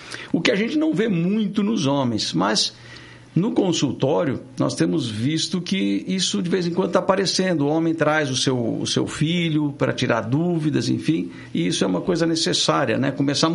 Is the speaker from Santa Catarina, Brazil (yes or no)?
yes; São Lourenço do Oeste, Santa Catarina, Brazil; born there; Eu nasci em São Lourenço do Oeste, Santa Catarina. É perto ali no oeste, é perto de, entre Pato Branco e Beltrão, faz divisa com o Paraná, a minha cidade.